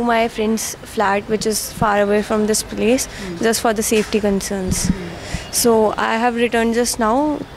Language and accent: English; Chandigarh, India; I'm from Chandigarh.